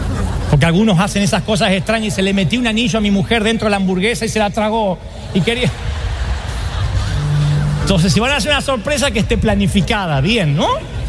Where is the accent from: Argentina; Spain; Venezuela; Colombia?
Argentina; moved away